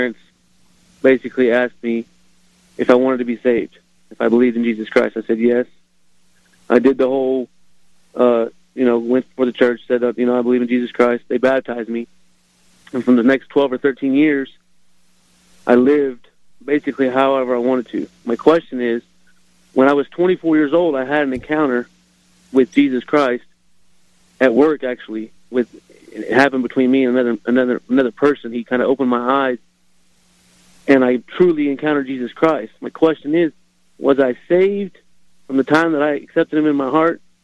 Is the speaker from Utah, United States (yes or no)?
no; Amarillo, Texas, United States; My question, I'm from Amarillo.